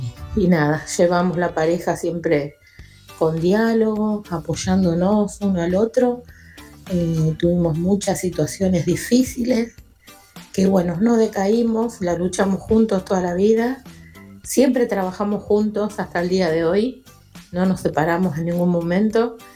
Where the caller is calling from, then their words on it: Lomas de Zamora, Buenos Aires Province, Argentina; de Lomas de Zamora.